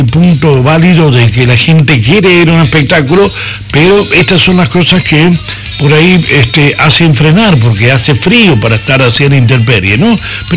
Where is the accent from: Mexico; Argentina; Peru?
Argentina